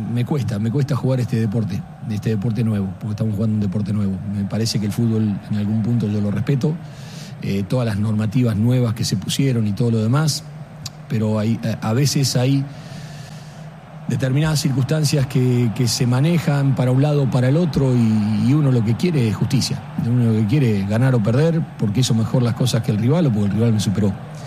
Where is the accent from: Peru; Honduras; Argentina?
Argentina